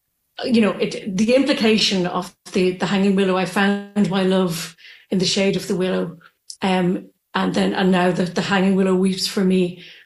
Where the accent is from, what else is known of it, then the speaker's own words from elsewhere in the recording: Ireland; Because I grew up in Ireland